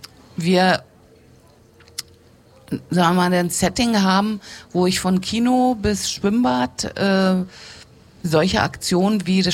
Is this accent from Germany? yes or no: yes; East Germany, Germany; Also ich habe Wittenberg kurz vor der Wende kennengelernt, ich komme aus dem Osten.